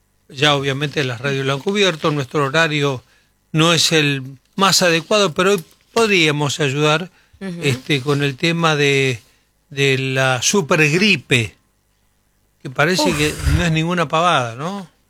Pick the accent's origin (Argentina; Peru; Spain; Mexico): Argentina; Y somos argentinos.